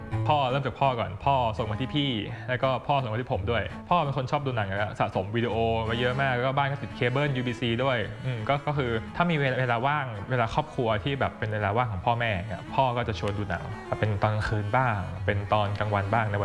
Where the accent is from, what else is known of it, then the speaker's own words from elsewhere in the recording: Lopburi, Thailand; ก็เป็นคนลพบุรีเลยครับเกิดที่ลพบุรีโตที่ลพบุรีเรียนที่ลพบุรีก็เรียกว่าคุ้นเคยผูกพันกับที่นี่เต็มๆเลย